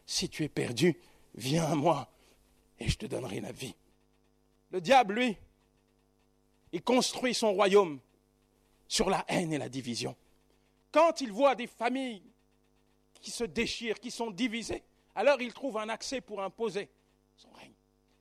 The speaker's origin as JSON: {"language": "French", "town": "La Courneuve", "region": "Île-de-France", "country": "France", "tie": "born or raised there", "said": "j'ai grandi à la Courneuve."}